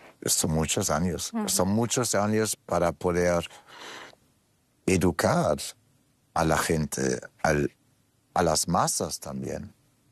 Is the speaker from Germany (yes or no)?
yes; Germany; first language de; Spanish is a second language; Cuando yo nací en Alemania, hablo perfectamente alemán. Es mi idioma maternal. Cuando estaba en Alemania, era pequeño